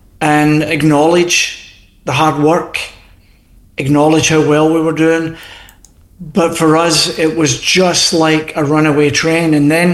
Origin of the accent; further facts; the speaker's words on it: Scotland, United Kingdom; Yeah, so being Scottish, and I know that Sam's off the Irish, he's Irish background.